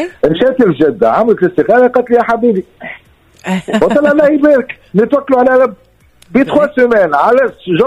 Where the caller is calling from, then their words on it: Sousse, Sousse Governorate, Tunisia; أنا متاعك من سوسة والمدام من بنزرت.